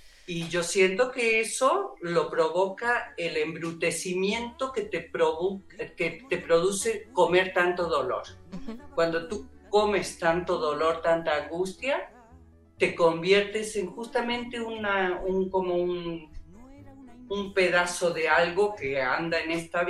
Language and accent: Spanish; Argentina; moved away as an adult; now in Mexico; Salimos de Argentina un grupo de música, anduvimos de pueblo en pueblo cantando y hubo un momento en que decidí venir a despedir a una amiga y me gustó y me quedé.